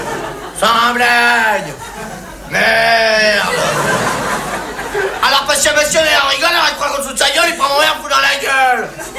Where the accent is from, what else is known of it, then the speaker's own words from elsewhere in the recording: France; Les français, c'est des cons, ouais, ben, je suis bien placé, hein, je suis français.